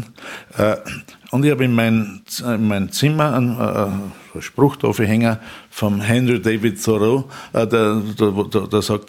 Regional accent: Upper Austria, Austria; Wir haben da eher Ebene, aber wenn ich in meine Heimat fahre, da fängt dann der Kobernausserwald an und so, da wird schon sehr hügelig und waldig.

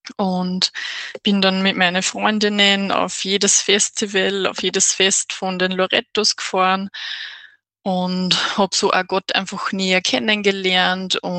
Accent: Michaelnbach, Upper Austria, Austria; moved away as an adult; also born or lived in Linz; now in Switzerland; ich bin 27 Jahre und bin gebürtig aus Michaelenbach. Das ist im Bezirk Christkirchen in Oberösterreich. Und bin dort aufgewachsen, habe auch meine Jugendzeit dort verbracht

